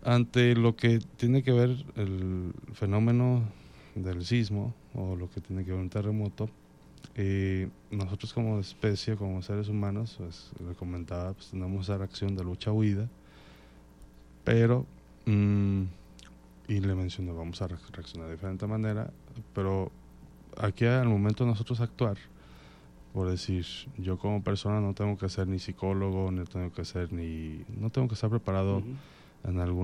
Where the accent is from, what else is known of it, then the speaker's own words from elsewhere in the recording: Mexico; Pero eso es lo principal de cómo nosotros como, digamos, como mexicanos, nos representa eso.